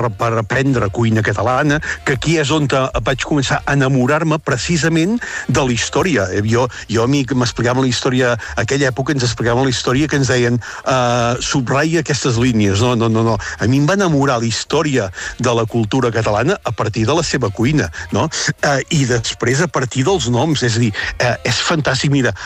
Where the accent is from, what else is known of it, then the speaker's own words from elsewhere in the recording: Catalonia, Spain; Jo que sóc de la Garrotxa, doncs el farro